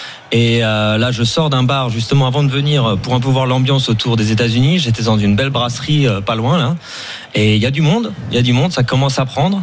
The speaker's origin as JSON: {"language": "French", "town": "Strasbourg", "region": "Grand Est", "country": "France", "said": "moi, vu que j'habite à Strasbourg, je suis originaire de Strasbourg."}